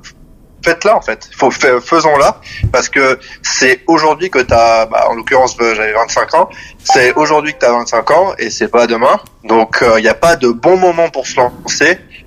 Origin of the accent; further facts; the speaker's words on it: Paris, Île-de-France, France; now in Switzerland